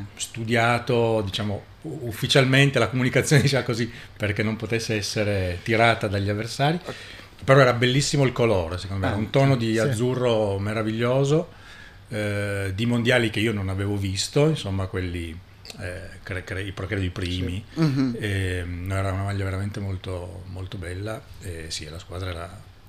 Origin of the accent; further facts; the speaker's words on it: Turin, Piedmont, Italy; io sono di Torino, ho una famiglia che è quasi tutti, direi il 99% tifano Toro